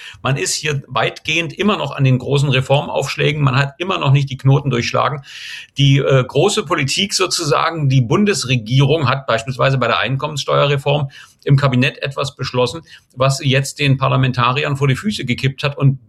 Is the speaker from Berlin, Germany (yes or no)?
yes; Berlin, Germany; Ich bin in Köpenick aufgewachsen. Das ist gleich nebenan.